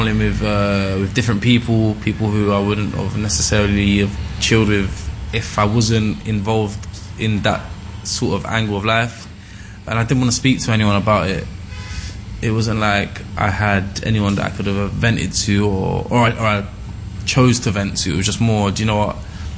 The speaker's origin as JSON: {"language": "English", "region": "London", "country": "United Kingdom", "tie": "born or raised there", "said": "to see how privileged you are to have been growing up in London. So my granddad was yeah, cool, you're going to ship you back to Guyana."}